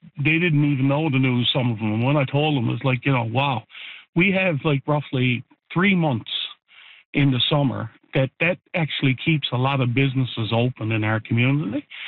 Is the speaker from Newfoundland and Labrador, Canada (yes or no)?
yes; Newfoundland and Labrador, Canada; as a Newfoundlander and Labradorian